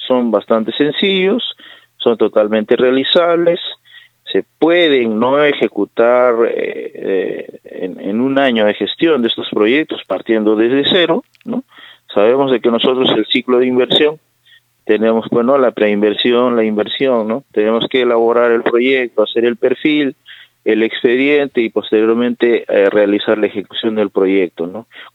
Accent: Ite, Tacna, Peru; para todos los iteños y para todos mis paisanos

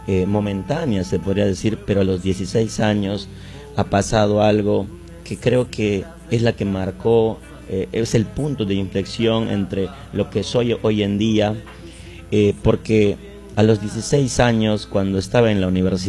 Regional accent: San Antonio de Litaya, Loreto, Peru; moved away; yo nací y crecí en San Antonio de Litaya. Mis padres, campesinos los dos, no estudiaron una universidad

